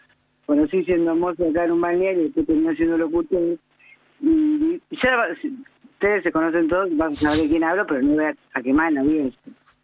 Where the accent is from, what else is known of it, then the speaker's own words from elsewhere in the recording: Buenos Aires, Argentina; now in Necochea, Argentina; Porque vivía en Capital, nací en Capital. Soy como yo siempre, soy nacida en Capital